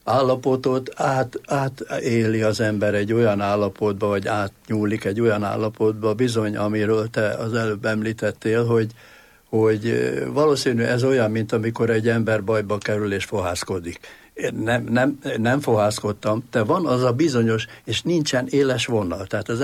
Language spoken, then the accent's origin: Hungarian; Zala, Hungary; Igen, én faluhelyen nevelkedtem, mert bennünket kiraktak annak idején az illetékesek. Hortobágyon már nem volt hely, úgyhogy Göcsejbe, egy kis zsákfaluba, erdő szélére, és ott a parasztemberek világában kerültem én nagyon közel az Istenhez